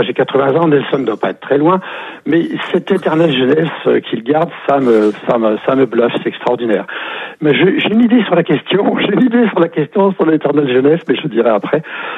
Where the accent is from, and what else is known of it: Auvergne-Rhône-Alpes, France